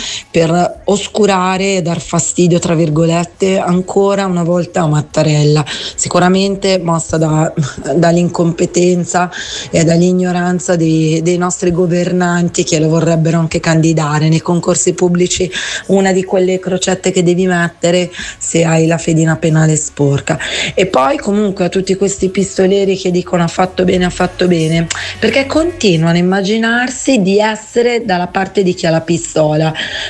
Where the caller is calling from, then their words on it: Monza, Lombardy, Italy; da Monza.